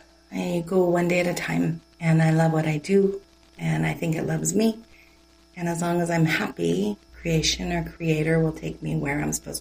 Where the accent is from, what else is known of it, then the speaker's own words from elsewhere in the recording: Toronto, Ontario, Canada; born there; also born or lived in Georgina, Ontario; I grew up kind of in Toronto, and then sat in, so Georgina, so it was quieter when I moved there.